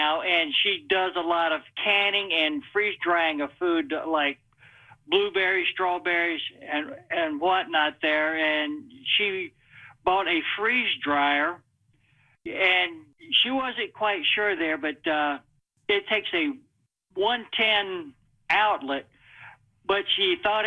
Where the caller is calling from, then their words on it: Pinnacle, North Carolina, United States; I'm calling from Pinnacle, North Carolina.